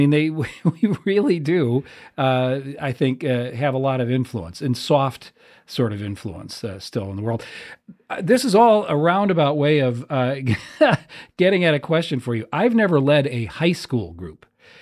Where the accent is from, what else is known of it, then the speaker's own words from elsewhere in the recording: United States; because as an American especially, because, you know, we've been divided from the world by a couple of oceans and some really good neighbors north and south